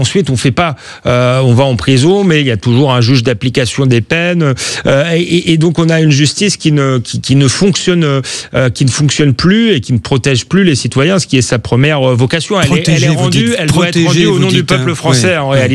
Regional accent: Épinay-sur-Seine, Île-de-France, France; J'ai grandi en banlieue, à Épinay-sur-Seine, mes parents étaient petits commerçants.

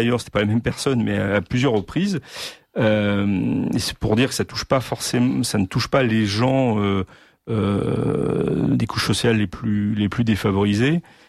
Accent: Normandy, France; moved away; français et un patois dont j'ai reçu un petit peu, mais. Le fait des études, le fait du métier, moi je suis parti de Normandie.

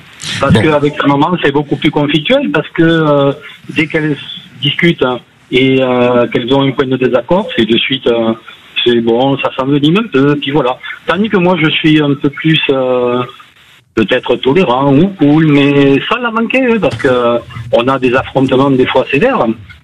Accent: Béziers, Occitanie, France; also born or lived in Pézenas; now in Lavaur, France; je suis un Biterrois de naissance.

